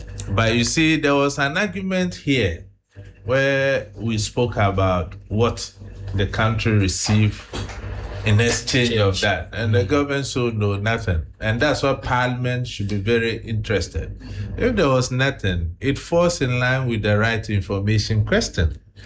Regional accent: Ghana; as a Ghanaian, I'm concerned.

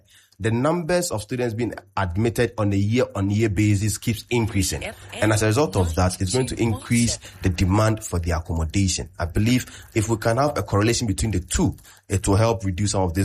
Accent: Kumasi, Ashanti, Ghana; moved away as an adult; now in Accra, Ghana; I came from Kumasi. I'm not an Accra boy. I came from Kumasi

